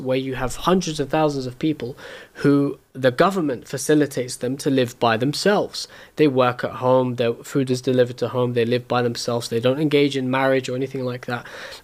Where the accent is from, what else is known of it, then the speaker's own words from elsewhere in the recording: London, United Kingdom; I feel reflecting growing up in London, which I would argue, I don't know about you, Sheikh, but I feel London is the hub of Western Shiism.